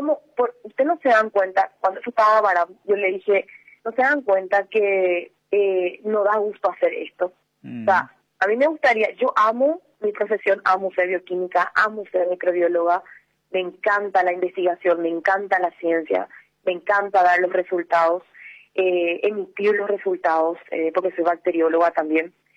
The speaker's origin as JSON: {"language": "Spanish", "country": "Paraguay", "said": "sino como paraguaya, como mujer paraguaya, esa es mi pregunta."}